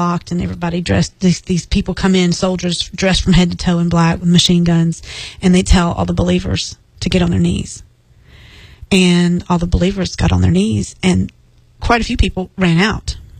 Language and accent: English; Charleston, South Carolina, United States; born there; And I was born in South Carolina at Roper Hospital in Charleston.